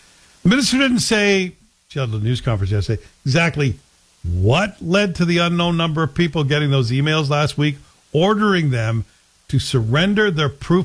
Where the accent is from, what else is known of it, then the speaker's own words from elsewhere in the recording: Coatbridge, Scotland, United Kingdom; now in Ottawa, Canada; my hometown in Scotland, Cope Bridge, had the biggest Irish population in Scotland. Was a very Irish town.